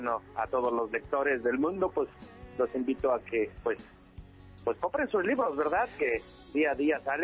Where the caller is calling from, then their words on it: Mexico City, Mexico; ahorita estamos aquí en el trabajo, por acá por Churubusco, a espaldas del Hospital Jopo, en la empresa Editorial Trillas.